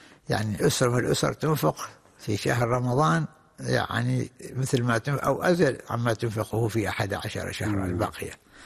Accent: Oman; وكذلك وخاصة إحنا عندنا في عمان أو في دول منطقة الخليج

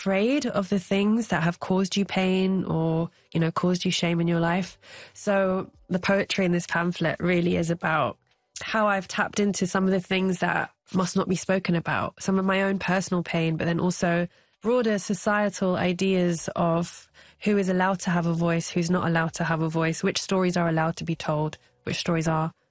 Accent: London, United Kingdom; Growing up in London as someone of Indian heritage, but completely British as well, British, quote unquote, I found that I was always having to kind of hide parts of myself to feel accepted.

